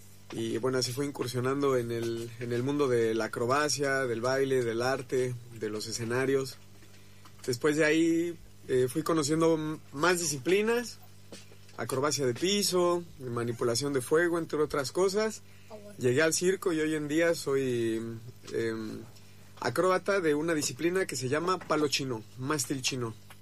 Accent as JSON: {"language": "Spanish", "country": "Mexico", "moved": "yes", "lives_now": "Argentina", "said": "soy de origen mexicano, con la mitad del corazón argentino ya."}